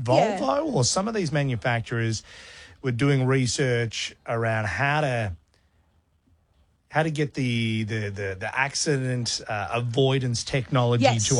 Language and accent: English; Australia; Am I proud as an Australian that that our animal, the technology.